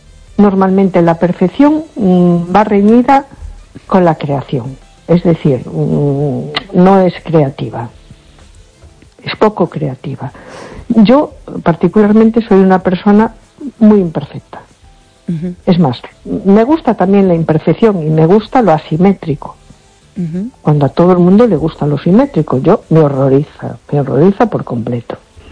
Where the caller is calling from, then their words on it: A Coruña, Galicia, Spain; de Coruña.